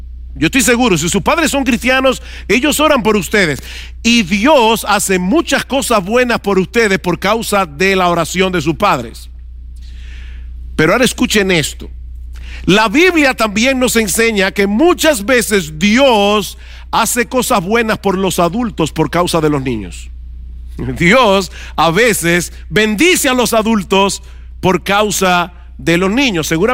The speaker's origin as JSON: {"language": "Spanish", "town": "San Juan de la Maguana", "region": "San Juan", "country": "Dominican Republic", "tie": "born there", "said": "cuando yo estaba pequeño, yo tenía como 5 o 6 años de edad, en el pueblo donde yo nací, que se llamaba San Juan de la Maguana, o se llama todavía San Juan de la Maguana"}